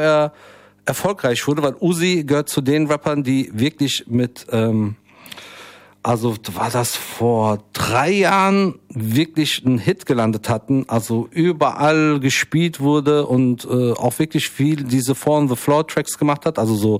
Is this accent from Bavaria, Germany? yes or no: no; Frankfurt, Hesse, Germany; dass ich gebürtiger Frankfurter bin. Ne? Zwar nicht mit dem vollen Dialekt, also ich glaube, das bisschen Lokaldialekt, was ich habe, ich bin ja im Frankfurter Westen aufgewachsen